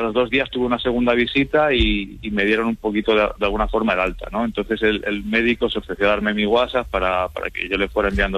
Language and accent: Spanish; Zamora, Castile and León, Spain; now in Barcelona, Spain